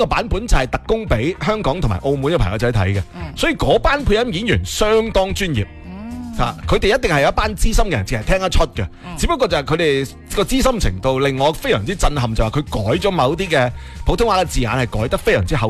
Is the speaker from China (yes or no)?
yes; Guangdong, China